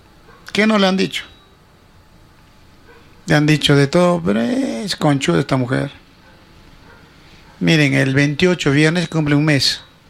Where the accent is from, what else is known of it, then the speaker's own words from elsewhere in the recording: Chupaca, Junín, Peru; fuera de mi tierra. Chupaca